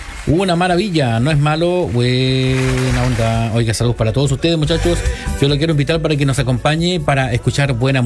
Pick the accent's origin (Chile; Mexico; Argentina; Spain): Chile; Nosotros somos chilenos